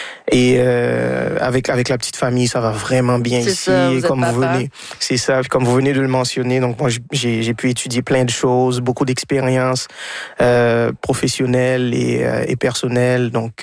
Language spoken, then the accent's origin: French; Haiti; born or raised there; moved away as an adult; now in Canada